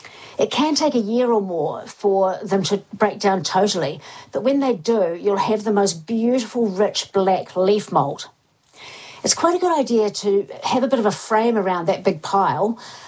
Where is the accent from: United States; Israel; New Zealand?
New Zealand; Invercargill, Southland; I remember when I was growing up in Invercargill